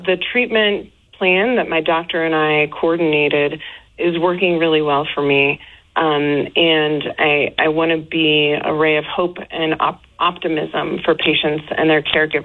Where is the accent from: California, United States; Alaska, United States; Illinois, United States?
Illinois, United States; Chicago; moved away; I grew up in Chicago